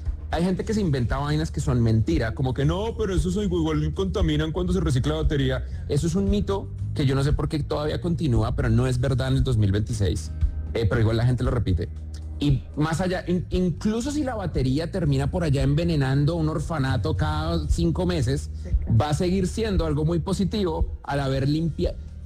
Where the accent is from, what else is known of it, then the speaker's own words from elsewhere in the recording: Colombia; moved away as an adult; now in San Francisco, United States; Y pues uno sigue siendo más colombiano que gringo.